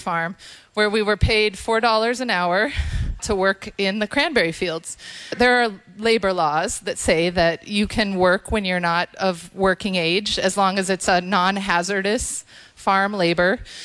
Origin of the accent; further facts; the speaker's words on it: South Carolina, United States; I grew up in Aiken County. Any of y'all know Aiken County?